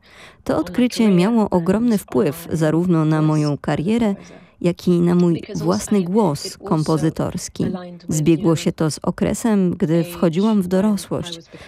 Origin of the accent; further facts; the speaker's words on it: France; moved away as an adult; also born or lived in England; Mój ojciec jest Anglikiem, mama francuską, a wychowałam się we Francji.